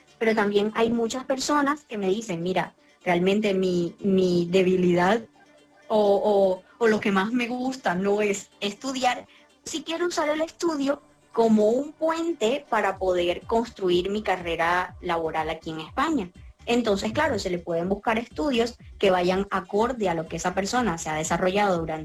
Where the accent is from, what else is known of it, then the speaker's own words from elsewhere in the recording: Barranquilla, Atlántico, Colombia; Yo soy de Barranquilla.